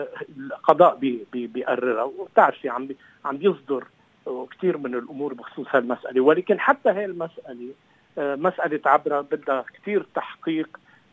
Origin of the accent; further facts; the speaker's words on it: Lebanon; كلبنانيين